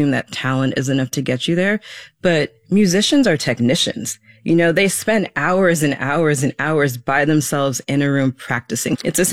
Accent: Germany; I grew up in Germany, and this was before the days of streaming. It took months for new stuff from the States to get to Europe. So I grew up on Viva, which is a German music station

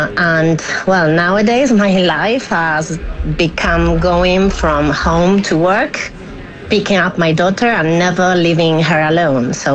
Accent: Argentina; moved away as an adult; now in Ceuta, Spain; I was not born in Ceuta, but I've been living here for 17 years. I'm from Argentina, actually.

